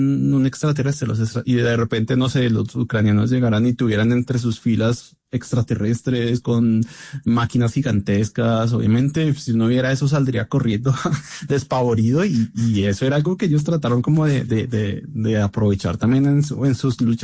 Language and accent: Spanish; Bogotá, Colombia; yo pues soy bogotano y caminaba por las calles y siempre me preguntaba cómo había sido este territorio hace 600 años.